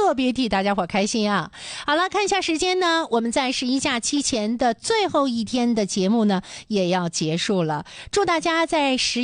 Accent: Dalian, Liaoning, China; 北阳台对于咱们大连人来讲

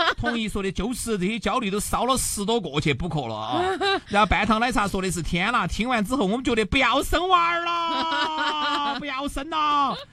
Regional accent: China; 那我们中国人啥子时候才能真真正正的轻松一点呢？

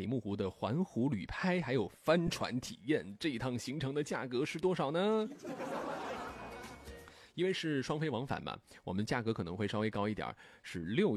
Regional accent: Pingxiang, Jiangxi, China; moved away; 出差的地方还是我的老家萍乡，

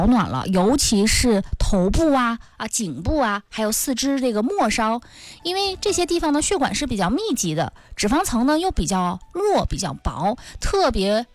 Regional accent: Northeast China, China; 像我们东北人呢是比较爱吃炖白菜呀、炖酸菜的

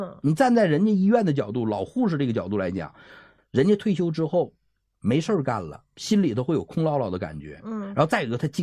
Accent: China; 就是因为我们一代人为下一代人这种着想，我们中国人这种付出的精神，才让我们中国发展的能够这么快，变化能这么大，弯道超车，是吧？

